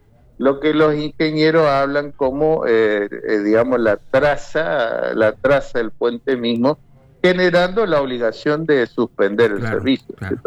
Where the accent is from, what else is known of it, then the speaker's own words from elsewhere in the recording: Corrientes, Argentina; somos vecinos de Corrientes, porque el puente abraza nuestra ciudad con el Chaco